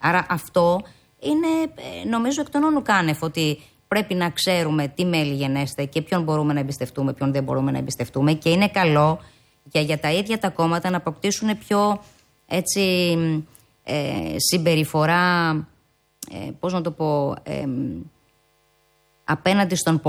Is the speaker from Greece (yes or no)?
yes; Greece